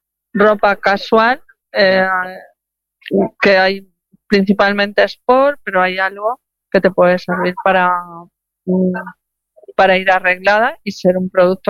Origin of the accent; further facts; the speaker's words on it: Algemesí, Valencian Community, Spain; No soy de ahí. Empieza por A, pero soy de Algemesí.